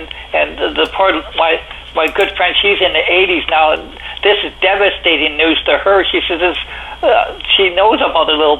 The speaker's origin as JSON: {"language": "English", "town": "Calgary", "region": "Alberta", "country": "Canada", "tie": "born there", "lives_now": "Newfoundland, Canada", "said": "You know, I have relatives in Alberta, and I was born in Calgary, so I really love my home province in Alberta. I love that province, but this is my adopted home in Newfoundland now."}